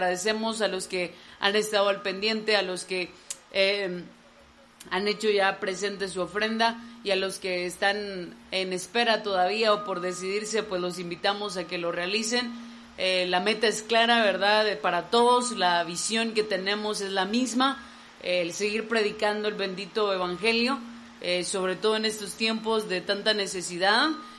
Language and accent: Spanish; Zacapa, Guatemala; nosotros que somos de Zacapa y pertenecemos también a la región de Huasteto del Progreso